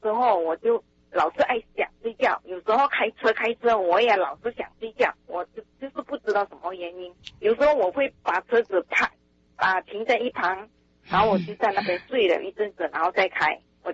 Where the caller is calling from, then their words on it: Vancouver, British Columbia, Canada; Chinese is a second language; Hello, 你好，我是来自温哥华的加拿大温哥华的 … 。我的国语讲的不是这么好。